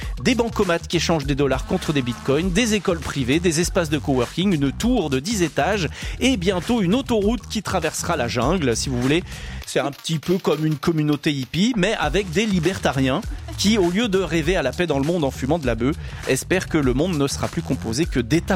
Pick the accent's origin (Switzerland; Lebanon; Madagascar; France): Switzerland; chez nous en Suisse